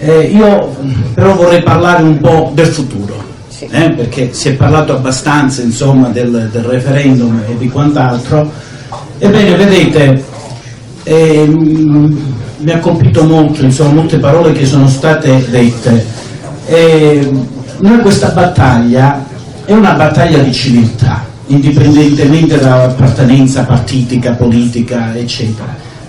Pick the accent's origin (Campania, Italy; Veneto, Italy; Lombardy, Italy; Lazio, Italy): Veneto, Italy; Padua; Io nonostante il mio accento, vengo da Padova, sono un medico